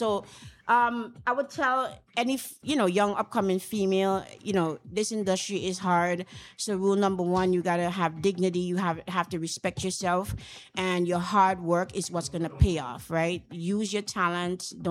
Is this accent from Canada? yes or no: no; Camden Park, St. Vincent & Grenadines; moved away; I come from Camden Park originally.